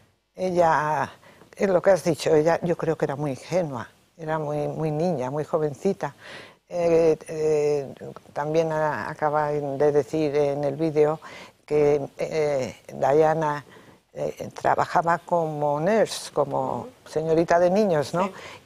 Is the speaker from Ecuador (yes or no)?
no; Philippines; now in Spain; Yo, como española, porque bueno, en aquella época era filipina y ahora sigo siendo filipina de corazón, pero vamos, yo soy española